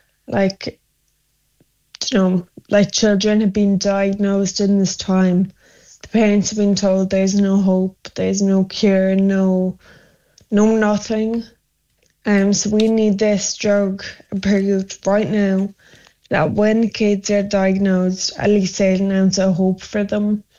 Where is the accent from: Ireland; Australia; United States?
Ireland; But then like I'm Irish, so I'm just really hoping they choose to save their own.